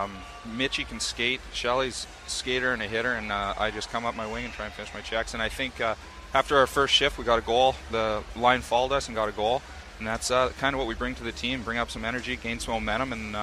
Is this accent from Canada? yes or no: yes; Edmonton, Alberta, Canada; moved away; Growing up in Alberta, I got picked between the Flames and the Oilers.